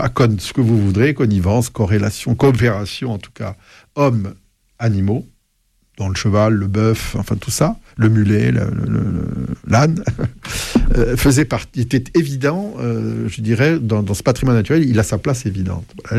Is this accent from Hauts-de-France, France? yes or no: no; Toulouse, Occitanie, France; chez nous, à Toulouse